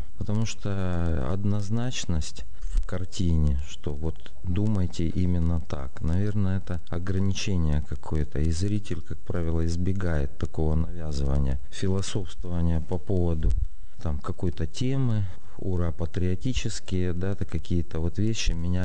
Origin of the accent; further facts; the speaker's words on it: Russian Far East, Russia; наш Дальний Восток, он меня захватывает, поскольку я коренной дальневосточник.